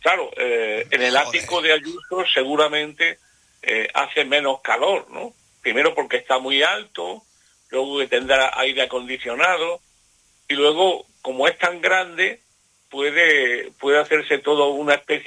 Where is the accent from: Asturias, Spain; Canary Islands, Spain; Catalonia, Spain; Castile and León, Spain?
Canary Islands, Spain; Entre los gandules, los primeros somos los canarios y los andaluces.